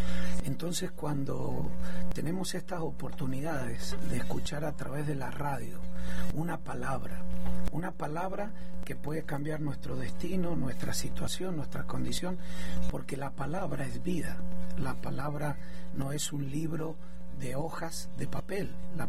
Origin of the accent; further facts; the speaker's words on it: Argentina; now in Mexico; ahora me acompaña mi esposa Enid, ella de Colombia, yo soy de Argentina, y tenemos hijos mexicanos.